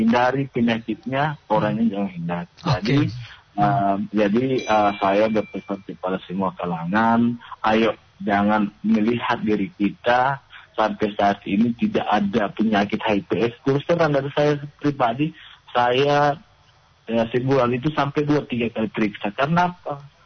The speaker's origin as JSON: {"language": "Indonesian", "area": "Tapa District", "region": "Gorontalo", "country": "Indonesia", "tie": "born or raised there", "said": "di kampung halaman saya, di Kecamatan Tap, apalagi di Kabupaten Bandar Belango."}